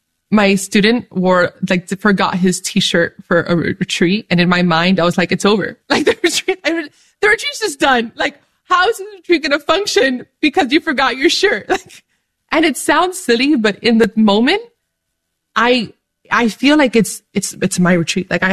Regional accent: Dominican Republic; I'm Dominican from the Dominican Republic, but I'm also Arabic. And my grandfather was raised in Bethlehem

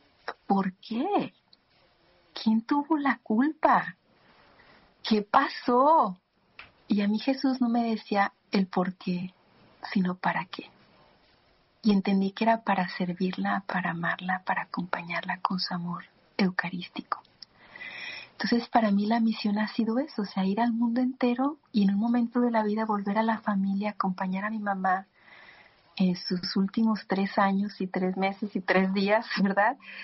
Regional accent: Guadalajara, Jalisco, Mexico; salí de mi pueblo de Guadalajara, de México, era Guadalajara

